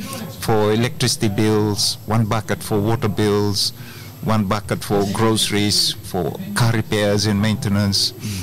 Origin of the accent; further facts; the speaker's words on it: Fiji; I'm from Fiji. Just arrived yesterday.